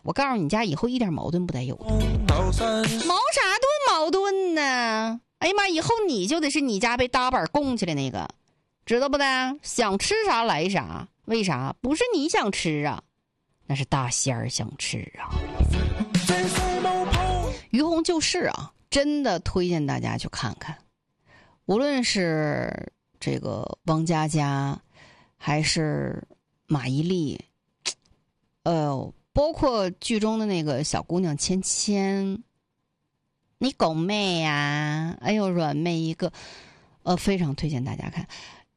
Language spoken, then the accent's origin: Chinese; Northeast China, China; 我是东北人，